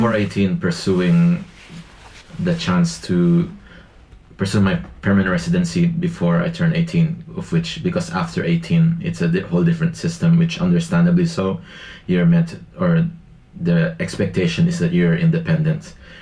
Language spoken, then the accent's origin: English; Manila, Metro Manila, Philippines; now in Tasmania, Australia; One memory to point out is because I'm from Manila, so very urban.